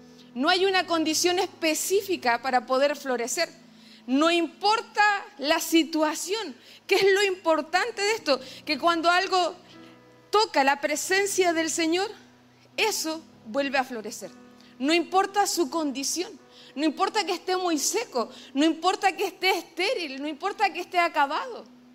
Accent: Concepción, Biobío, Chile; moved away as an adult; now in Los Ángeles, Chile; en Los Ángeles, este año cumplimos 9 años nosotros como pastora allá en la iglesia, pero soy penquista. Soy de acá, de Concepción. Nos enviaron hace 9 años a la ciudad de Los Ángeles desde acá. Esta es nuestra casa.

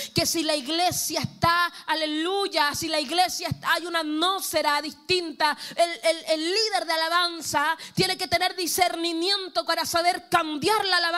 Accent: Talcahuano, Biobío, Chile; born there; los que nacimos en Talcahuano somos choreros.

